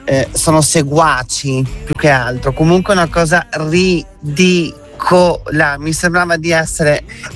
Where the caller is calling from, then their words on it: Vicenza, Veneto, Italy; da Vicenza